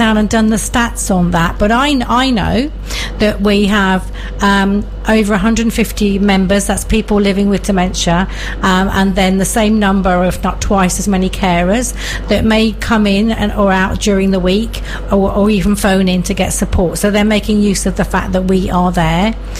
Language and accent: English; Alton, South East England, United Kingdom; I was born in Alton, lived here all my life, and it's a great place to be.